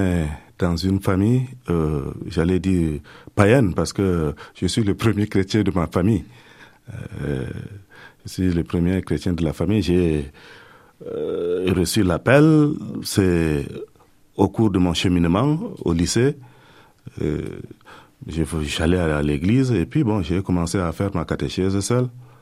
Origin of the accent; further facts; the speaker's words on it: Far North, Cameroon; moved away as an adult; also born or lived in Yagoua; now in Coutances, France; Je viens effectivement de la région de l'extrême Nord Cameroun, dans le diocèse de Yagoua. C'est vraiment l'extrême Nord du Septentrion. Je suis né dans un village... Viri.